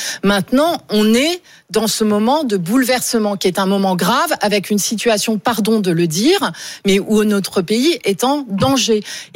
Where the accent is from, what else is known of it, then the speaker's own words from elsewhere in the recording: Nouvelle-Aquitaine, France; Moi, je viens du département des Deux-Sèvres, qu'en est à sa troisième canicule depuis le mois de mai.